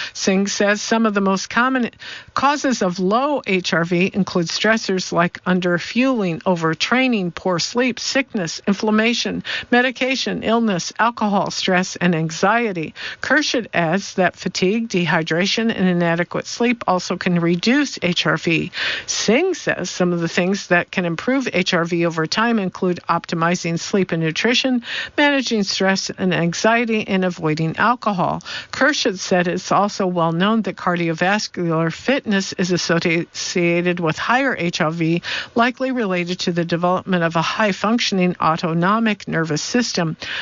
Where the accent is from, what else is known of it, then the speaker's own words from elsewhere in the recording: United States; When I go to Europe, now I claim I am Canadian to escape any wrath for being an American these days.